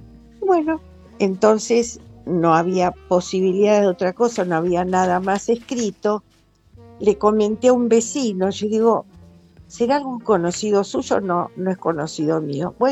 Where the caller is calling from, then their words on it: Coghlan, Buenos Aires, Argentina; de Coughlan.